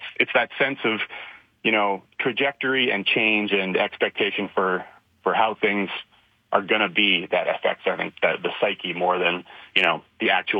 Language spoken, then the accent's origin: English; Winnipeg, Manitoba, Canada; I love Winnipeg, and I grew up in Manitoba, and it's a great place